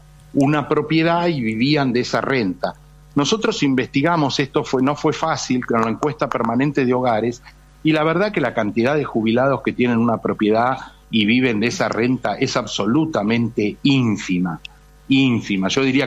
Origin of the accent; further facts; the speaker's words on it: San Luis, Argentina; Yo soy de San Luis, hemos tenido recientemente incendios devastadores, son terribles.